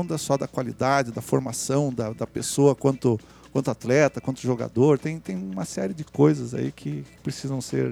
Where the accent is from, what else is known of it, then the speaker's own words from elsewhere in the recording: Brazil; Mas como brasileiros a gente continua torcendo, né?